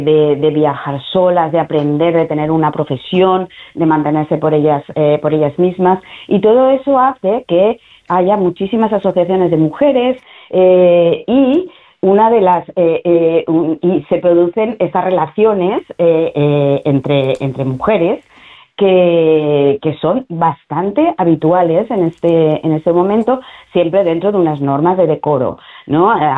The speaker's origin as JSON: {"language": "Spanish", "region": "Valencian Community", "country": "Spain", "said": "Pero realizan, digamos, un periplo que para mí particularmente, siendo valenciana, me resulta muy emocionante."}